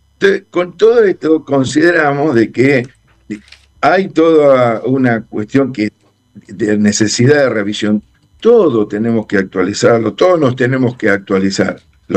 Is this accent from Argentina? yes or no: yes; Argentina